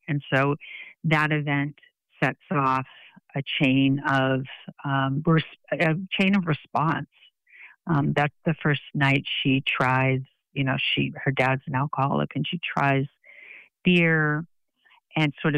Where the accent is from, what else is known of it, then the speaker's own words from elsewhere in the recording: Boston, Massachusetts, United States; also born or lived in Andover / Brookline; You know, I was born in Boston and then lived in Andover, Mass for a while. And then my mom moved back to Brookline, and we lived near Fenway Park, which was cool.